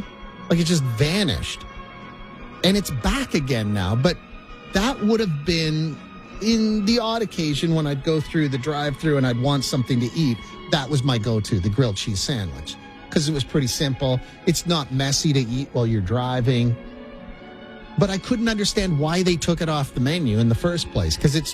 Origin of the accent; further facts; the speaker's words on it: Moose Jaw, Saskatchewan, Canada; I grew up in Moose Jaw, Saskatchewan